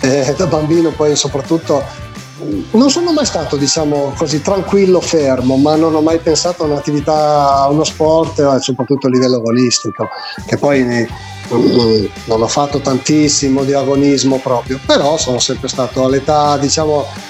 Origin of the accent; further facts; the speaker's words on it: Bollengo, Piedmont, Italy; Di un paesino vicino ai Vre.